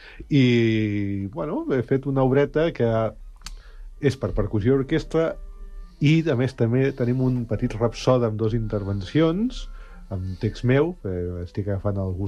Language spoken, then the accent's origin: Catalan; Sant Cugat del Vallès, Catalonia, Spain; moved away as an adult; jo soc nascut a Sant Cugat, actualment ja no hi visc a Sant Cugat, però soc nascut aquí i he viscut 41 anys a Sant Cugat.